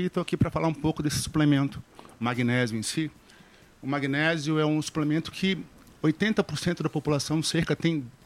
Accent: Pará, Brazil; Isso aí, eu sou paraense.

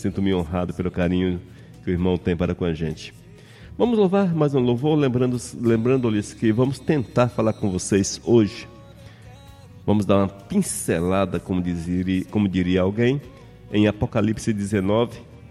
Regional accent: Espírito Santo, Brazil; accent: mineirês; É por isso que eu falo mineirês e falo baianês por aqui.

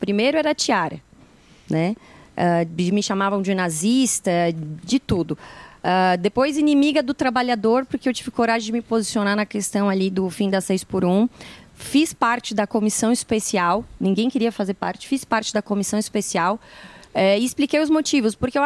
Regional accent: Criciúma, Santa Catarina, Brazil; Eu sou de Criciúma

